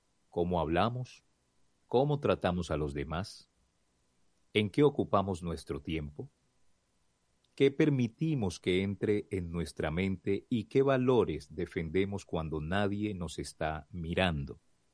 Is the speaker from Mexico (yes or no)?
no; Colombia; como buenos colombianos nos sentimos orgullosos de nuestra selección